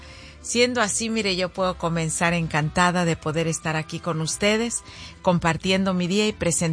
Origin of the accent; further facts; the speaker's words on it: Zacualco de Torres, Jalisco, Mexico; born there; moved away; Allá en mi pueblo, en Zacualco de Torres, Jalisco.